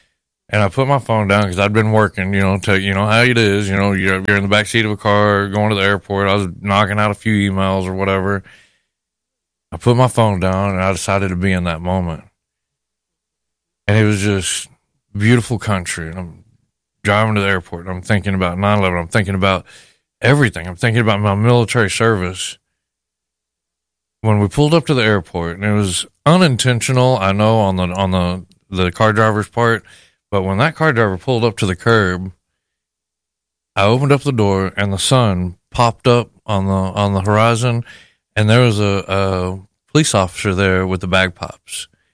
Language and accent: English; McCamey, Texas, United States; Well, I grew up in McCamey, which was just south of Odessa, Midland. My dad was an oil field guy, a Vietnam veteran.